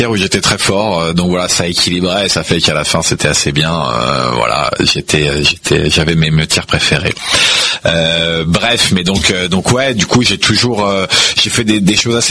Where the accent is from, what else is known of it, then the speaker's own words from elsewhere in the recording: Meudon, Île-de-France, France; Alors moi je suis né à Meudon, donc dans le 92, j'ai toujours grandi en Île-de-France et j'ai toujours été en Île-de-France